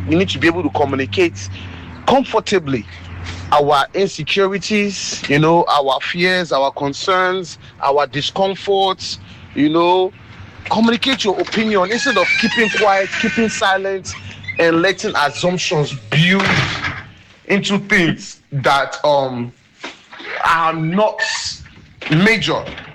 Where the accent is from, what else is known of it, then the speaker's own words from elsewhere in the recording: Nigeria; as a Nigerian man